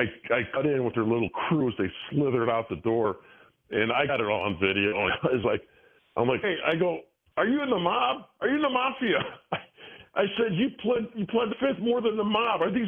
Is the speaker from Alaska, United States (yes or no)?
no; Chicago, Illinois, United States; We sent all manufacturing to China when I was growing up in Chicago, manufacturing.